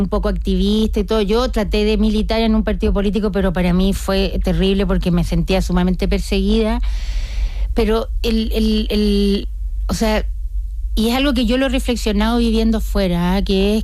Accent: Chile; Te diría que me siento más palestina cuando he estado y también me siento más chilena viviendo fuera.

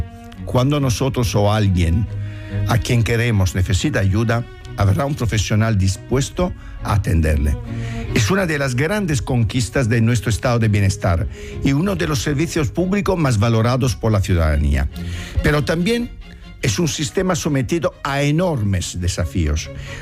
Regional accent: Italy; now in Spain; lo digo también como italiano, que viene de otro país, de nuestro entorno

